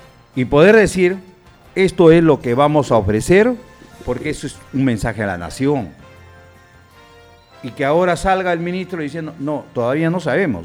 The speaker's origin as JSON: {"language": "Spanish", "country": "Peru", "said": "somos los peruanos los que hemos dado el voto para este gobierno."}